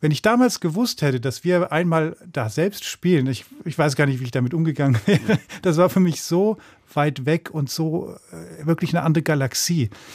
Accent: Michelstadt, Hesse, Germany; Und ich komme aus einem relativ kleinen, aber wunderschönen Ort in dem Hessischen, der heißt Michelstadt.

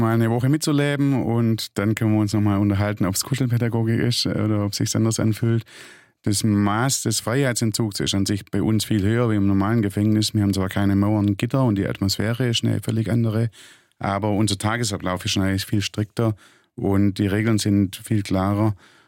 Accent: Germany; Da sind wir als Deutsche zwar Weltmeister drin

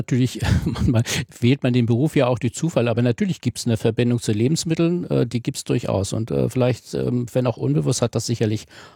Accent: Northern Germany, Germany; Na, der Knick ist ja bei uns in Norddeutschland so eine Art Heckenlandschaft, haben wir ja

